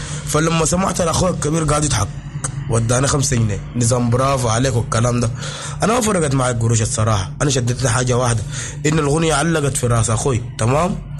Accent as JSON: {"language": "Arabic", "country": "Sudan", "said": "وإحنا كسودانيين"}